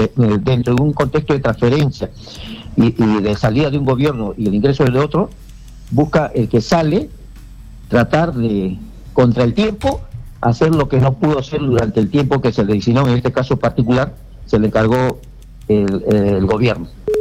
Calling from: Lima, Peru; Le estoy llamando de Huaycán. ¿Ya?

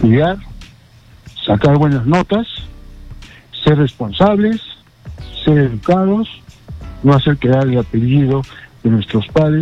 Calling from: Arequipa, Peru; De Arequipa les saludo.

